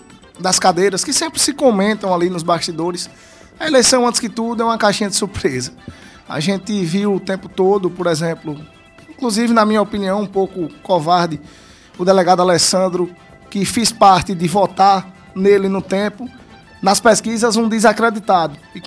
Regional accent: Porto da Folha, Sergipe, Brazil; moved away as an adult; Eu sou filho de Porto da Folha. Eu nasci em Porto da Folha, me criei ali até os 21 anos e vim para a glória por falta de oportunidade.

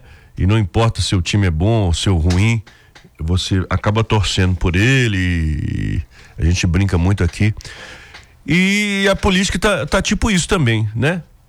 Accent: Brazil

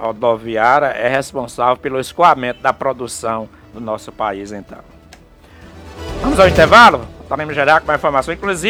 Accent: Joca Claudino, Paraíba, Brazil; born there; de Joca Claudino, que era uma galera animada lá da minha terra.

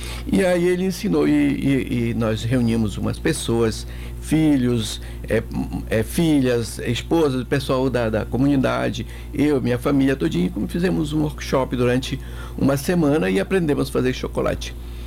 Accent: Amazon, Brazil

